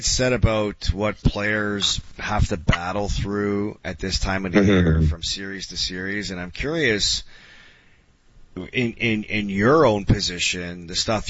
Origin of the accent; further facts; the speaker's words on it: Canada; we're Canadian and we want Canadians to win.